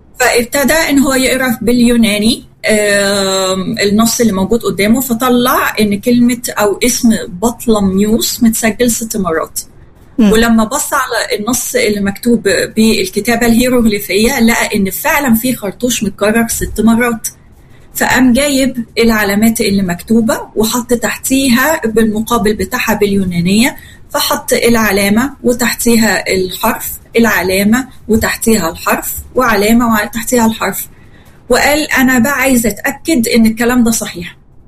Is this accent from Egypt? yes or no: yes; Egypt; لان مع زي ما قلنا وجود الفرنسويين عندنا في مصر